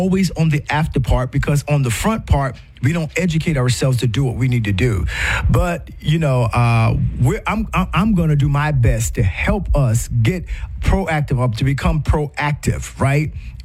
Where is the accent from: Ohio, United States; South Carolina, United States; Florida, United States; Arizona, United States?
South Carolina, United States; my home state of South Carolina